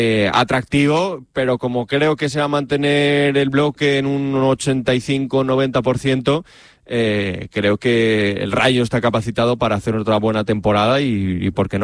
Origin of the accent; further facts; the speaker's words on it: Villanueva de la Cañada, Community of Madrid, Spain; básicamente mi pueblo es lo que es, que eso, bueno, es Villanueva de la Cañada, que está pues a una media hora en coche más o menos del centro de Madrid.